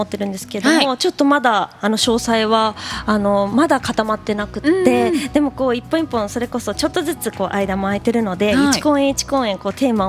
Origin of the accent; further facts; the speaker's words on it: Nagaoka, Niigata, Japan; 最後は私の地元新潟県の長岡の音楽食堂にて12月1日火曜日、ちょっとバースデー当日になるんですけども